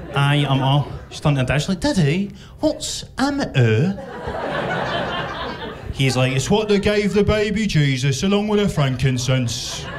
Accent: Scotland, United Kingdom; accent: Scottish; I do try and be proud of having a Scottish accent and proud of being Scottish, proud of Scotland as a nation really

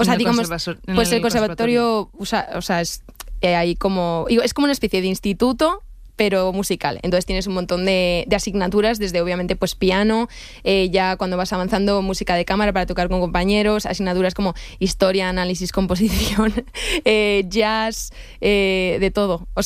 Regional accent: Madrid, Community of Madrid, Spain; Pero yo sí, soy madrileña.

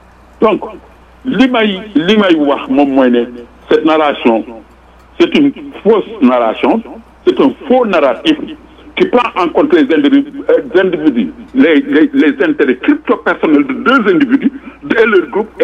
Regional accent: Senegal; born there; je suis né au Sénégal. Mes parents, mes grands-parents, mes arrière-grands-parents sont sous terre au Sénégal.

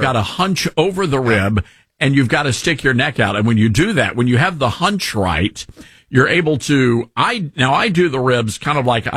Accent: the South, United States; No, I'm a purist. I'm a Southerner. I'm old school.

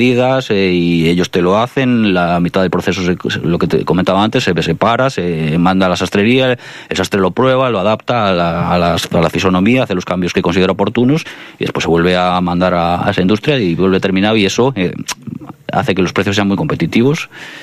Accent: Ponferrada, Castile and León, Spain; es un privilegio para mí poder estar en Ponferrada, que es mi ciudad natal

